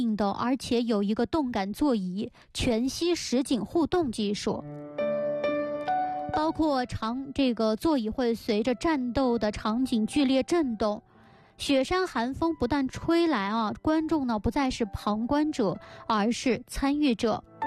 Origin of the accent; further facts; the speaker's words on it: China; 我们为身为中国人而骄傲